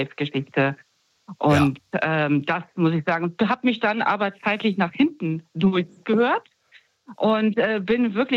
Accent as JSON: {"language": "German", "town": "Stuttgart", "region": "Baden-Württemberg", "country": "Germany", "tie": "born or raised there", "said": "Ich bin aufgewachsen in Stuttgart."}